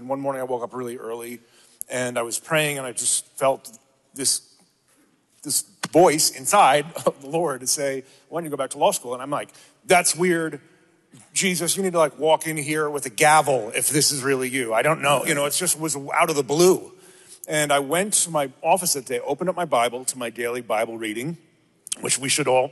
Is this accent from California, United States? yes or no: no; New York, United States; also born or lived in Portland, Oregon; Well, first, I'm a New Yorker. I grew up in church.